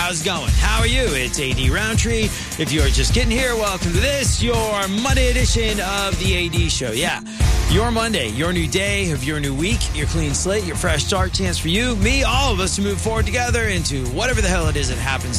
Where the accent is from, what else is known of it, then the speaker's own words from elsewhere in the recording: United States; accent: American; the nanny noticed my American accent and asked where I was from. And when I said, my family's from Rochester